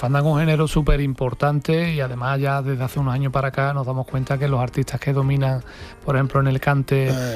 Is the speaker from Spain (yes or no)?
yes; Andalusia, Spain; moved away as an adult; now in Seville, Spain; yo soy de Landévalo, que es una zona de la Sierra de Huelva, de Santa Bárbara de Casa. Y con 19 o 20 años pues me fui a vivir a Sevilla, ya llevo más de media vida en Sevilla.